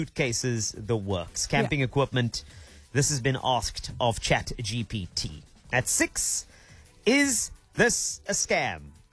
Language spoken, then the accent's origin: English; South Africa; South Africa, we will find a place to braai in anything, on anything, anywhere. That's who we are.